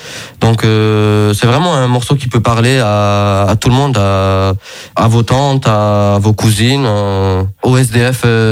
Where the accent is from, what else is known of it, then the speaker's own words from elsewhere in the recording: Italy; also born or lived in Morocco; Il faut savoir que je suis italien-marocain. Et donc ce morceau-là, il mélange parfaitement mes cultures, mes aspirations et mes influences musicales.